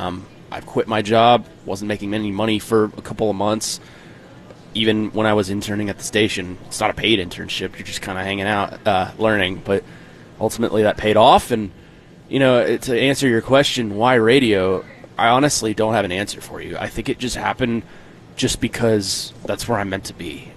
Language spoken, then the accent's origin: English; Nashville, Tennessee, United States; growing up in Nashville